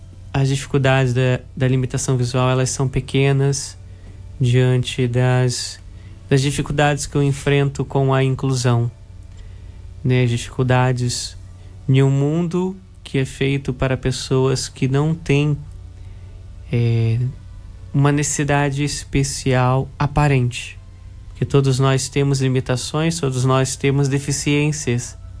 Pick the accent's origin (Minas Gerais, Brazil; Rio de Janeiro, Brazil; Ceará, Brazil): Rio de Janeiro, Brazil; Macaé; moved away as an adult; also born or lived in Paraná / São Paulo; now in Rio de Janeiro, Brazil; Sou natural da cidade de Macaé, aqui mesmo no Rio de Janeiro. Mas em todo esse período de formação eu passei por vários momentos, por vários lugares. Eu morei no interior do Paraná